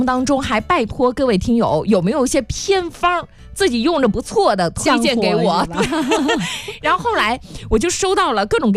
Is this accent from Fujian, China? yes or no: yes; Fuzhou, Fujian, China; 咱们福州人